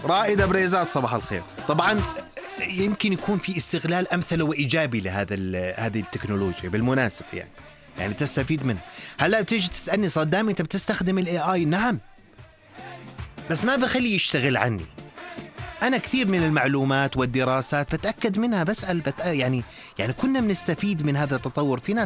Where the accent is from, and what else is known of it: Jordan